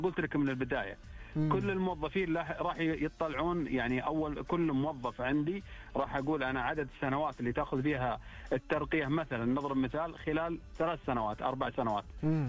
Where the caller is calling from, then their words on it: Eastern Province, Saudi Arabia; من المنطقة الشرقية